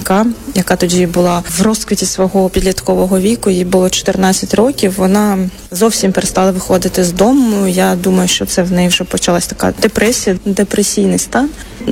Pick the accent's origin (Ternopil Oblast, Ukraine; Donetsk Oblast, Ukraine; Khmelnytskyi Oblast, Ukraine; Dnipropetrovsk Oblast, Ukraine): Dnipropetrovsk Oblast, Ukraine; Dnipro; moved away as an adult; now in Moldova; приїхала з України у 22-му році. Я сама з Дніпра, з центру України, але через війну вимушена була приїхати сюди.